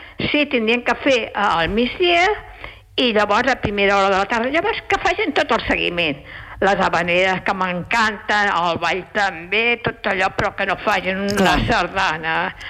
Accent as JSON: {"language": "Catalan", "town": "La Pobla de Lillet", "region": "Catalonia", "country": "Spain", "tie": "born or raised there", "moved": "yes", "lives_now": "Sabadell, Spain", "said": "soc de la Pobla de Lillet"}